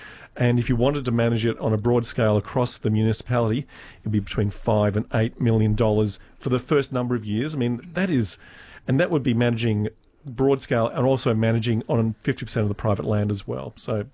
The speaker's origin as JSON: {"language": "English", "region": "Western Australia", "country": "Australia", "tie": "born or raised there", "said": "because it's my hometown, I keep an eye on how poor or well the rain has been, and that'll probably obviously determine what the bushfire season looks like over in the southwest WA."}